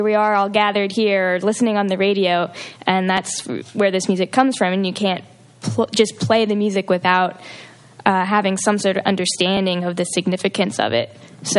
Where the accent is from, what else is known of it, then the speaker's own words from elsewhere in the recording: Oregon, United States; I'm an outsider. I'm from Oregon.